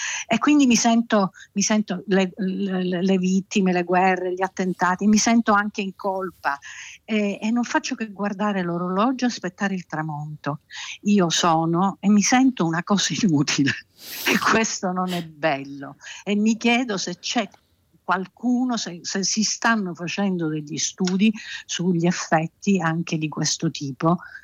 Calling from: Palermo, Sicily, Italy; sono di Palermo.

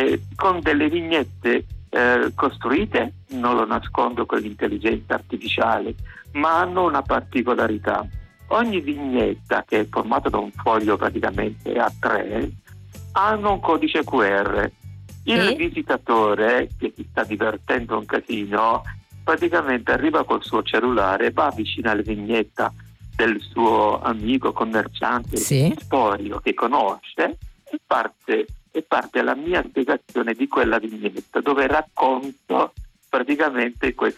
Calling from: Statte, Apulia, Italy; mio paesino, che è praticamente una piccola collina a nord di Taranto che si chiama Statte

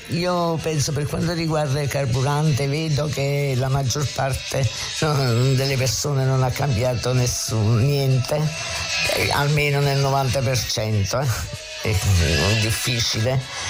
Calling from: Vallefoglia, Marche, Italy; da Vallefoglia Pesaro

